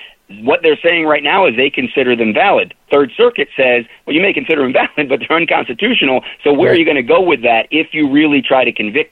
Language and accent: English; New Jersey, United States; I know a lot of New Jersey State Police troopers over my lifetime, some good friends from my hometown.